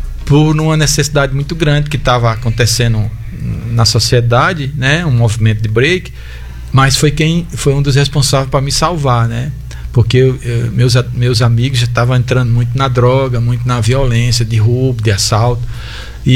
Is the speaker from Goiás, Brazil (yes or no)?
yes; Goiânia, Goiás, Brazil; also born or lived in Natal / Piauí / São Paulo / Petrolina; now in Mossoró, Brazil; Eu nasci em Natal, fui pra Pix, no Piauí, depois fui pra São Paulo, Goiânia, aí onde eu passei uma grande parte da minha infância e adolescência.